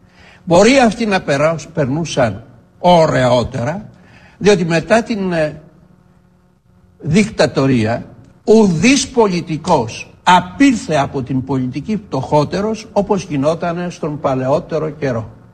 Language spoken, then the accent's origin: Greek; Mani, Peloponnese, Greece; Στην πατρίδα μου τη Μάνη λένε το χαμηλό, το γάιδαρο, όλοι τον καβαλάνε.